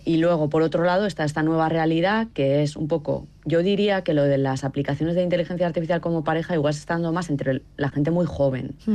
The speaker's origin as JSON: {"language": "Spanish", "town": "San Sebastián", "region": "Basque Country", "country": "Spain", "tie": "born or raised there", "said": "porque yo, por ejemplo, en mi ciudad natal, en Donosti, veo que hay muchas más parejas monógamas"}